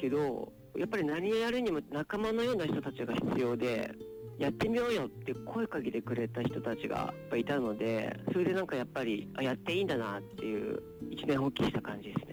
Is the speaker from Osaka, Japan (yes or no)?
no; Ibaraki, Japan; now in Tokyo, Japan; 出身が茨城町ですね。